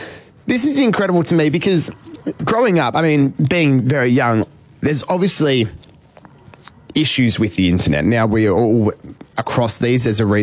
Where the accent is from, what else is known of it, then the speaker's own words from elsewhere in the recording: Gippsland, Victoria, Australia; while I was growing up in Gippsland.